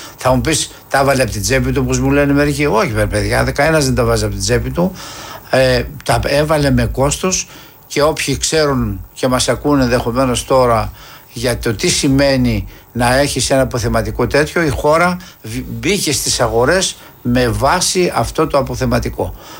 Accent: Greece; όταν μια παρέα μικρών παιδιών βρεθήκαμε στο ποτάμι στον Αχελό, είναι δίπλα στο χωριό μου

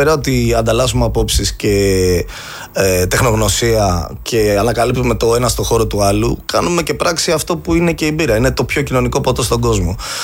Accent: Chalandri, Attica, Greece; επειδή είμαστε από το Χαλάνδρι, ότι το Χαλάνδρι είναι η κραφτομάνα

